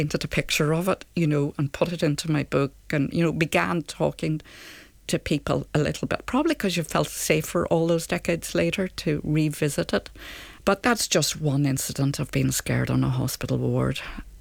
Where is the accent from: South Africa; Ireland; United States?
Ireland; Connacht; moved away as an adult; also born or lived in Carrick-on-Shannon; now in Northern Ireland, United Kingdom; I said, I'm from County Leitrim.